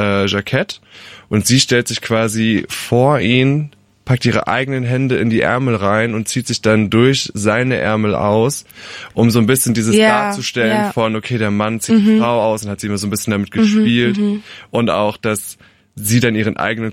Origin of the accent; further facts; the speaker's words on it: Rhineland-Palatinate, Germany; Nähe Alzey.